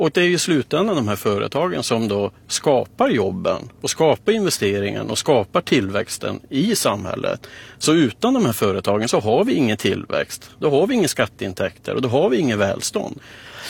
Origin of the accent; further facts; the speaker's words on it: Kiruna, Norrbotten County, Sweden; Jag är ju född och uppvuxen i Kiruna.